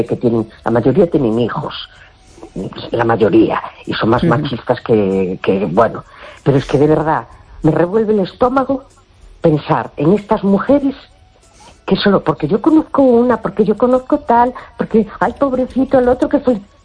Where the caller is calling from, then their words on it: A Coruña, Galicia, Spain; de La Coruña.